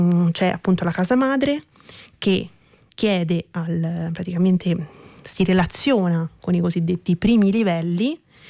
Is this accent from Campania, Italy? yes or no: no; Prato, Tuscany, Italy; Io sono cresciuta a Prato, nel distretto tessile più grande d'Europa.